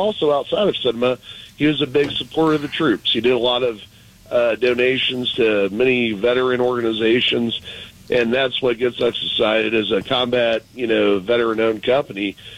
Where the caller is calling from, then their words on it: Louisiana, United States; I'm Cajun. I got red beans and rice money.